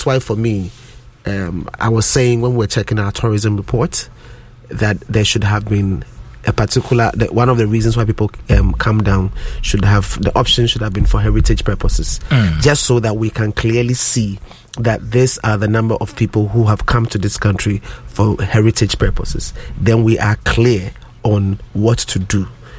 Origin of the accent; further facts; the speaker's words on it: Ghana; we are from Ghana